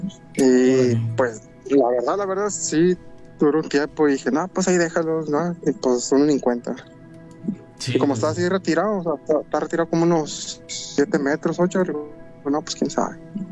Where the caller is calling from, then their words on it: Tamaulipas, Mexico; Ok, bueno, sí … de Tamaulipas.